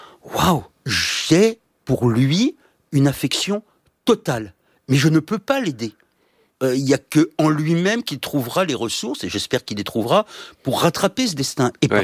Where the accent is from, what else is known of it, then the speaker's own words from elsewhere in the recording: Paris, Île-de-France, France; mais je suis parisien et je n'ai jamais oublié que Rabiot l'était